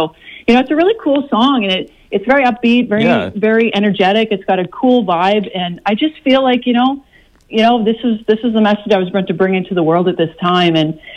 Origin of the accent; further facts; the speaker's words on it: Saskatchewan, Canada; I was a country girl, part of prairie girl. I grew up actually in the southwest corner of Saskatchewan near a town called Lancer.